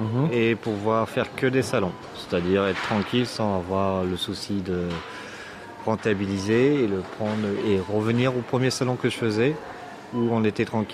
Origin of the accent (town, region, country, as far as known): Toulouse, Occitanie, France